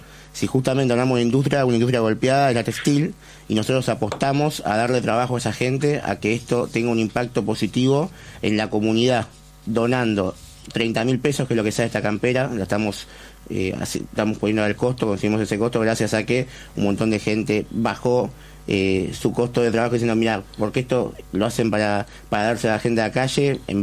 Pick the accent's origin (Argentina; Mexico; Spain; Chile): Argentina; nosotros como juventud y como argentinos en general